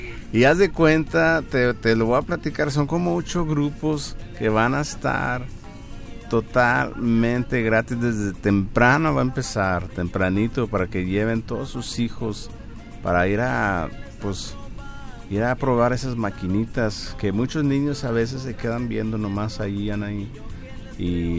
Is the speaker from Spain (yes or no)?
no; Mexico; cuando yo estaba creciendo en Ejido Morelos